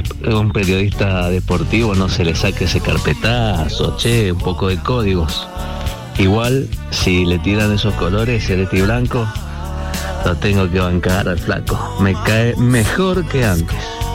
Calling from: Mendoza, Argentina; acá de Mendoza

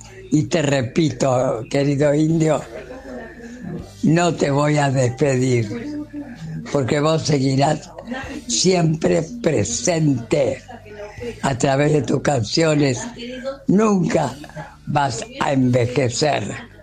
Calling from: Paraná, Entre Ríos, Argentina; todos somos de ahí, de Paraná.

